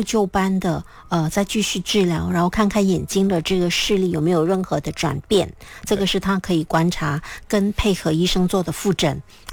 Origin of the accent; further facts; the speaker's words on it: Ipoh, Perak, Malaysia; 在霹雳州怡保我的家乡